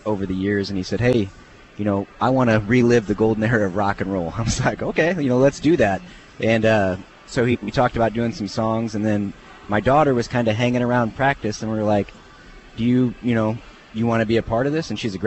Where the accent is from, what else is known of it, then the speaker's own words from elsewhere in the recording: Springfield, United States; born there; We are from Springfield for the most part.